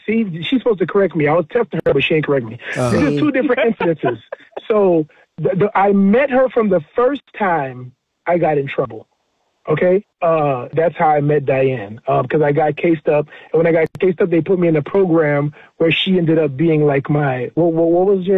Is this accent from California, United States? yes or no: no; Miami, Florida, United States; born there; So I was I'm Haitian descendant. Both my parents are Haitian. I was born in Miami, Florida.